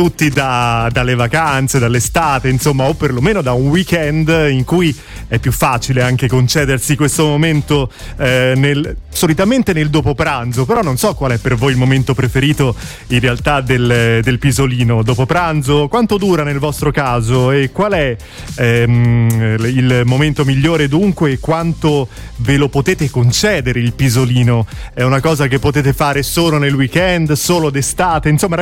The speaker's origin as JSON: {"language": "Italian", "region": "Tuscany", "country": "Italy", "said": "Io ve lo dico da toscano"}